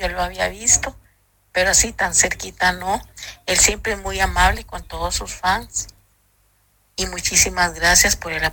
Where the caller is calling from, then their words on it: Costa Rica; Yo soy de Costa Rica